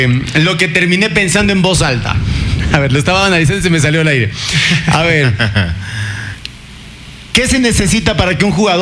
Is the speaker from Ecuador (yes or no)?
yes; Ecuador; Eso es lo que anhela, o lo que anhelamos todos como ecuatorianos.